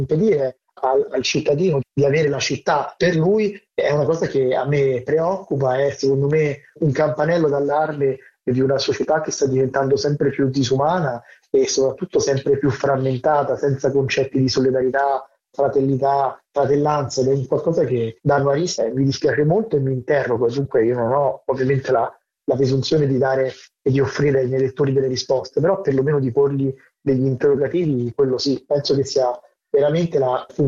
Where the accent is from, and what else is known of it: Rome, Lazio, Italy; born or raised there